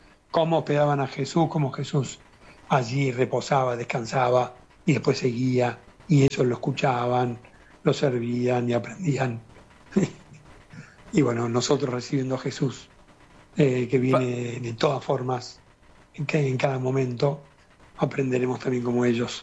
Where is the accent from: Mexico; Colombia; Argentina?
Argentina; now in Rome, Italy; para los que estamos acá, porque somos argentinos, que no desde la Argentina.